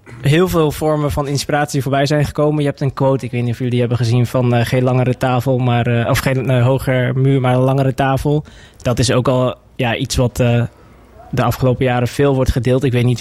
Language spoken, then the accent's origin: Dutch; 's-Gravenpolder, Zeeland, Netherlands; Toen we naar Nederland kwamen, ben ik in Schravenpolder opgegroeid.